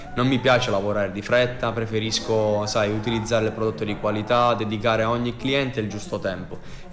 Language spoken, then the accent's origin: Italian; Palagianello, Apulia, Italy; sono di Palagianello, ho 27 anni